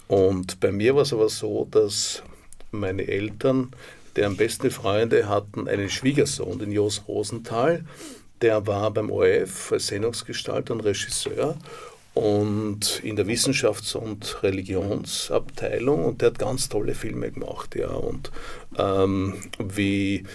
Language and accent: German; Austria; dass ich heute jetzt als Österreicher da bei dieser tollen internationalen Bank dann in London, New York bin